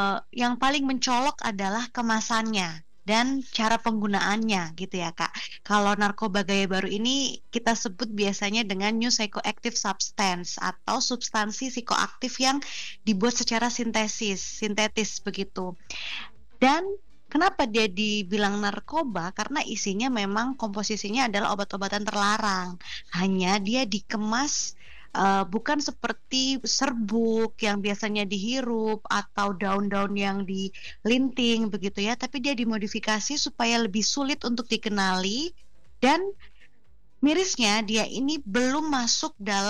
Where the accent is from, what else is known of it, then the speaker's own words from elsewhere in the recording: Malang, East Java, Indonesia; moved away as an adult; now in Malaka, Indonesia; Kalau saya sendiri asalnya dari Malang, dari Jawa Timur.